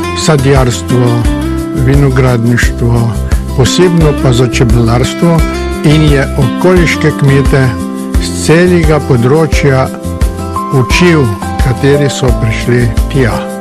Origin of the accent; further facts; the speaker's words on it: Sela pri Šentjerneju, Southeast Slovenia, Slovenia; iz Šentjerneja sedaj, bil sem pa doma iz Sil pri Šentjerneju.